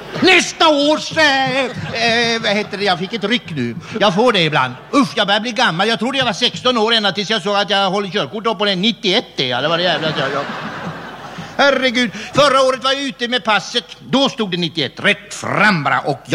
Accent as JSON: {"language": "Swedish", "region": "Skåne", "country": "Sweden", "said": "Den första jag skrev, den handlar om den skånska slätten. Jag kom ursprungligen från Skåne. Ska jag övergå till att tala skånska?"}